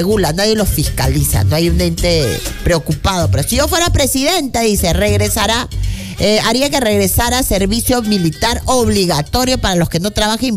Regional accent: Peru; como los peruanos, que ganamos mucho sueldo mínimo.

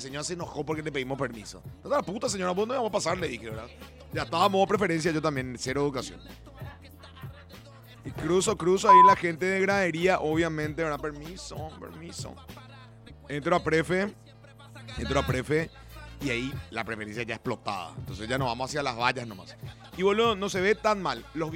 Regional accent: Paraguay; Somos románticos los paraguayos

